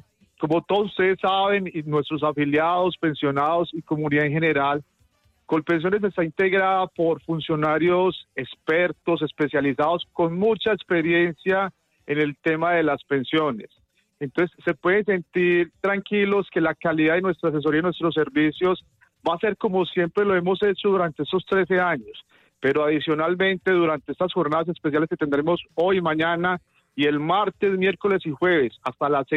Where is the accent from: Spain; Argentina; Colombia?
Colombia